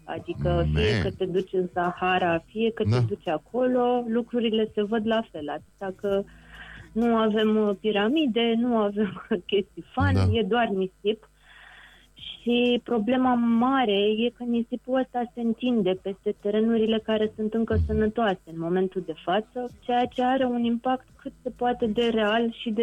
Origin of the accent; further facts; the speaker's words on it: Craiova, Dolj, Romania; sunt din Craiova